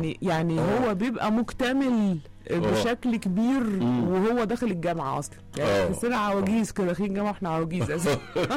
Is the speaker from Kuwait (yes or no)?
no; Mansoura, Dakahlia, Egypt